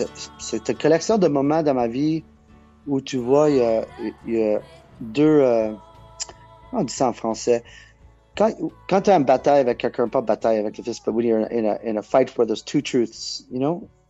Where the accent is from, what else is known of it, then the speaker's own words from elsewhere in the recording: Canada; also born or lived in California; j'étais grandi à Canada.